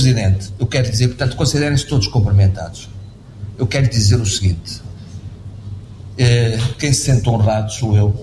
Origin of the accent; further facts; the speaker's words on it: Fundão, Centro, Portugal; Eu também sou beirão, eu sou do fundão.